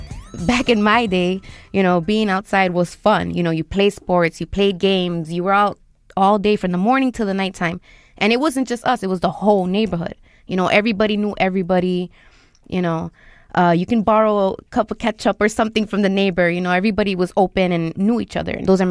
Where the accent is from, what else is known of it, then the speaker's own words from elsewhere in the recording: Chicago, Illinois, United States; I grew up in Humboldt Park. Back in the day, it was a rough area in Chicago. It's changed a lot over the years.